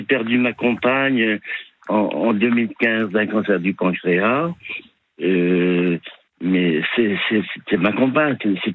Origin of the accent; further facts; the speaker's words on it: Brittany, France; Et puis moi, je suis breton, donc je vais t'enterrer en Bretagne.